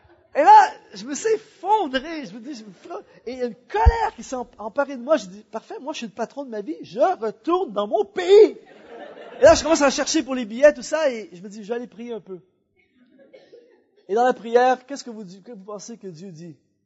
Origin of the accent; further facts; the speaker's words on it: Canada; J'ai fini la tournée. Je suis retourné chez nous au Canada.